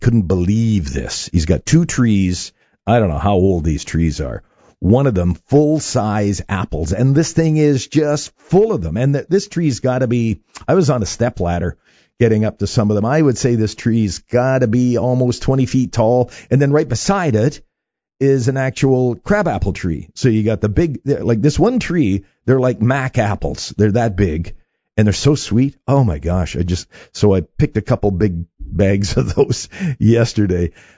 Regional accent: Manitoba, Canada; now in Saskatchewan, Canada; I was at a reunion in my hometown down in Manitoba a few weeks ago, and neighbors that I grew up beside

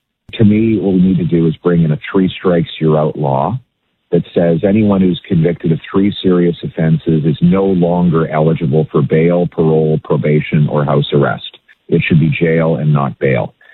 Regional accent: Calgary, Alberta, Canada; as a Westerner, I know it because I grew up in Calgary.

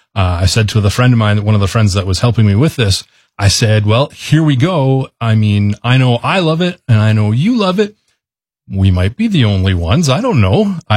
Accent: Humboldt, Saskatchewan, Canada; born or raised there

